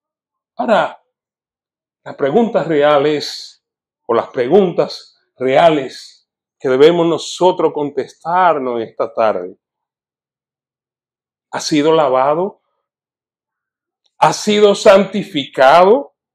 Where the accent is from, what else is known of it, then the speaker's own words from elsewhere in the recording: Dominican Republic; En mi país, en la República Dominicana